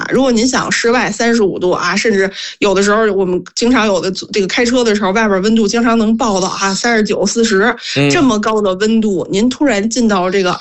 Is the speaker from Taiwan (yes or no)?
no; Northeast China, China; 我是东北人，我和于老师一个地方的啊